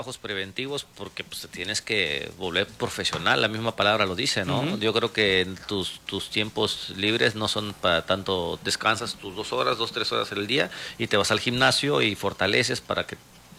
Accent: Poza Rica, Veracruz, Mexico; moved away; Ahí está mi veterana, mi tierrita.

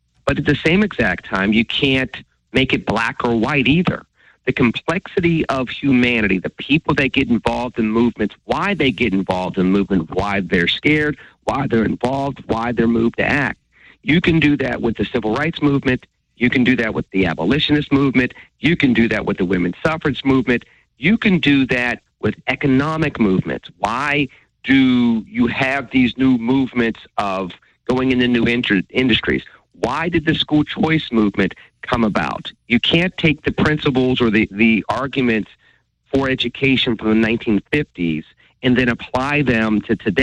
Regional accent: Pittsburgh, Pennsylvania, United States; I have all these different experiences growing up in Pittsburgh, Penn Hills, going to an Ivy League school of the South

